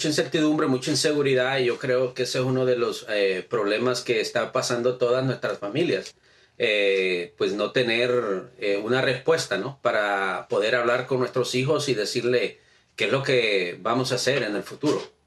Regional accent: El Salvador; now in United States; aportamos como salvadoreños

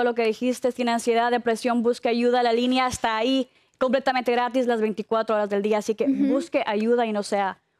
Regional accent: Ecuador; moved away; soy de Ecuador y las cosas cuando yo vine a este país no eran así.

